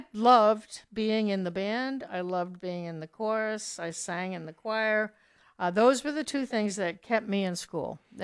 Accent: New York, United States; I grew up in New York

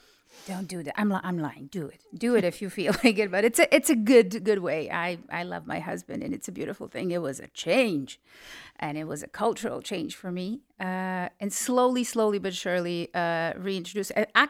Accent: Serbia; moved away as an adult; now in Austin, United States; I am originally from Serbia, where I worked and lived for 35 years before I moved here 10 years ago. Oh, God, I'm old. In Serbia, I worked in theater

